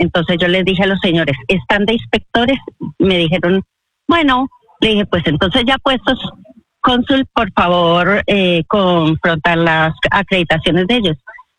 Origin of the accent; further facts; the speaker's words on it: Venezuela; born there; Y soy de doble nacionalidad, porque soy venezolana por nacimiento, ¿cómo es que se llama? La nacionalidad colombiana, pero quiero a Colombia.